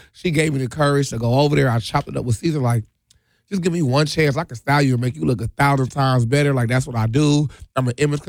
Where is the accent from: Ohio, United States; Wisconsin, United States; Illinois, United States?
Wisconsin, United States; Milwaukee; Well, y'all know I'm from Milwaukee, 414. You know, I love my city down.